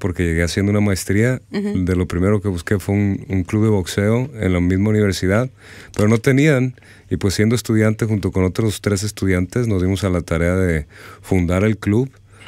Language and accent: Spanish; Culiacán, Sinaloa, Mexico; Sí, soy de Culiacán, Sinaloa, de la parte noroeste del país.